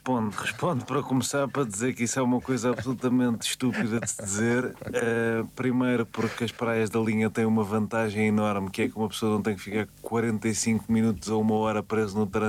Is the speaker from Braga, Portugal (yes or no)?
no; Lisbon, Portugal; born there; A praia que eu uso mais, de facto, é na linha de Cascais. É o mais próximo possível do sítio onde eu cresci.